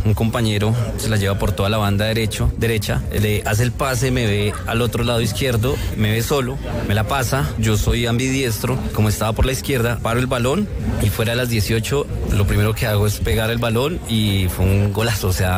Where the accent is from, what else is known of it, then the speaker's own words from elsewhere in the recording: Colombia; yo creo que como muchos colombianos, fue un sueño, digamos, ha sido un sueño, digamos, jugar fútbol